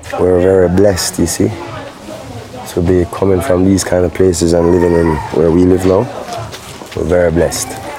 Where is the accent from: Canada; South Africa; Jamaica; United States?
Jamaica; Kingston; born there; moved away; I was born in Kingston.